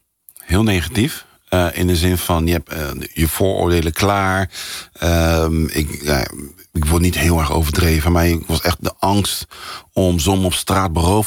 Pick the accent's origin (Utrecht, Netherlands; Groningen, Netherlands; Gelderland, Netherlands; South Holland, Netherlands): South Holland, Netherlands; The Hague; accent: Haags; Ik ben zelf in Den Haag geboren. Ik heb een klein Haags accent. Ik hoop dat je het niet te veel hoort. Sorry voor de luisteraars. Maar mijn ouders komen oorspronkelijk en mijn roots zitten in Congo. En ik ben inmiddels wat ouder, 38 jaar. Ik was nooit in Congo